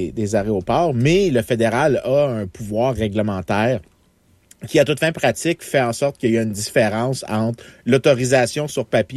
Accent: Quebec, Canada; moi, j'ai grandi sur la rue sud de Montréal.

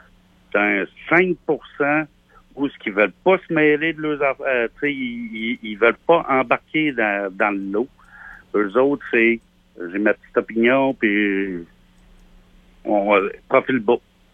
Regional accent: Quebec City, Quebec, Canada; now in Baie-Trinité, Canada; Moi, je suis natif de Québec. Je suis rendu sur la Côte-Nord.

